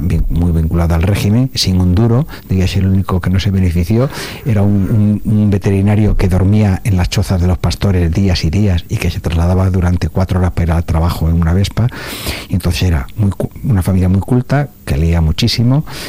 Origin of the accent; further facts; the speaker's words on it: Castilla-La Mancha, Spain; also born or lived in A Coruña; yo nací en Galicia, en La Coruña, y vivía en una ciudad muy bonita hasta los 5 años y después me trasplanté a La Mancha.